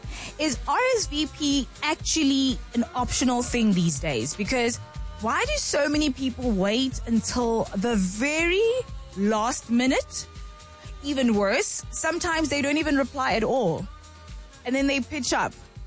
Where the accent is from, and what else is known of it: South Africa